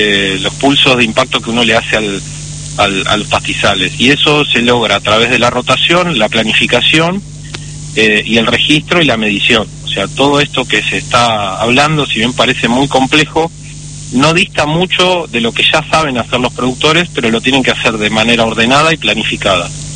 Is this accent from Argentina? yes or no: yes; Argentina